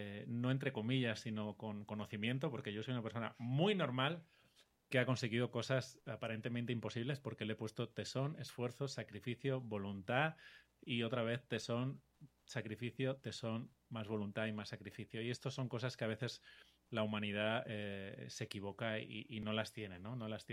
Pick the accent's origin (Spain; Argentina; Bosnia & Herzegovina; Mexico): Spain; Barcelona, Catalonia; born there